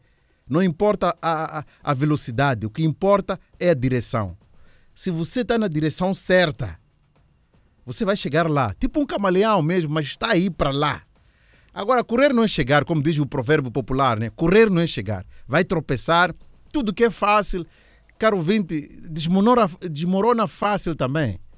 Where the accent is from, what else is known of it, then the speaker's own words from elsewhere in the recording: Mozambique; Eu sou moçambicano, né?